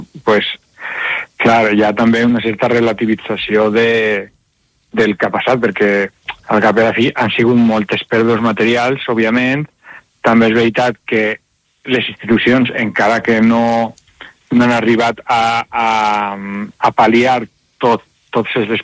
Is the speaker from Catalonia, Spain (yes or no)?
no; Valencian Community, Spain; moved away as an adult; also born or lived in Madrid; com a valencià, i que jo vaig estudiar a Madrid i vaig tenir una carrera a Madrid i me'n vaig tornar